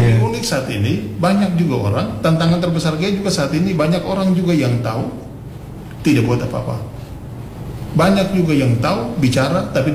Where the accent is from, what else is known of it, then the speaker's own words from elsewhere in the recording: Maluku, Indonesia; kita sebagai orang Kei yang hidup di Kei saat ini, maupun dimanapun